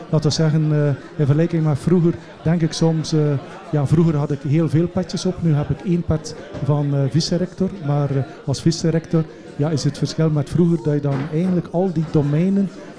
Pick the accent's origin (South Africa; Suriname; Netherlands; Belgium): Belgium; Flanders; Ik doe dan bijvoorbeeld als West-Vlaming, zoals je ongetwijfeld al gehoord hebt.